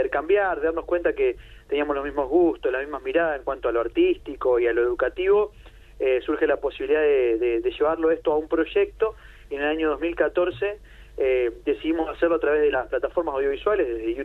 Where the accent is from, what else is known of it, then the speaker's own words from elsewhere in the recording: Santa Fe, Argentina; now in Buenos Aires, Argentina; Yo soy del interior de Santa Fe, así que he escuchado, tengo muy presente Cadena 3, ¿no? Como ahí en la zona, ¿no? Mis viejos, ahí se escucha.